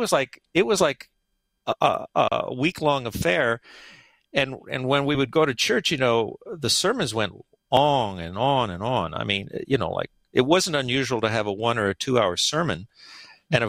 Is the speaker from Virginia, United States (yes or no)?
no; East Los Angeles, California, United States; And so I believe that many years ago when I was this, 7-year-old kid growing up in East LA, God knew it.